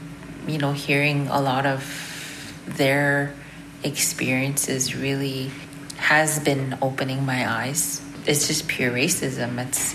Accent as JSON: {"language": "English", "area": "Sioux Valley Dakota Nation", "region": "Manitoba", "country": "Canada", "tie": "born or raised there", "moved": "yes", "lives_now": "Brandon, Canada", "said": "I grew up here in Sioux Valley. I received my education in Brandon, currently still living in Brandon. However, I've maintained my ties to the community."}